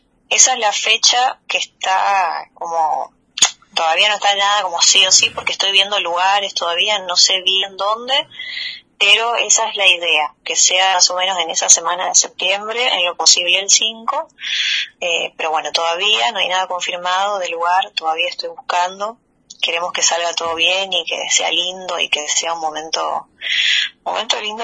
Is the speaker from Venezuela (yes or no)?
no; Argentina; nosotros, como argentinos